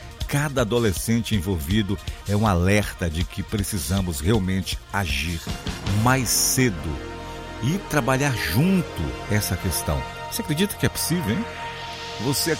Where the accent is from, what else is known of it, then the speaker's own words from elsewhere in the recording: Alenquer, Pará, Brazil; na minha terra, Alenquer.